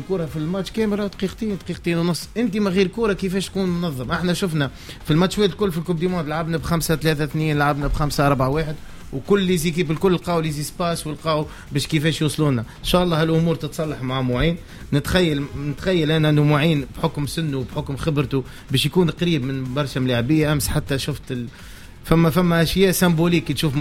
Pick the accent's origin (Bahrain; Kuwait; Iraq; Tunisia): Tunisia; وأنا كمدرب تونسي نفتخر به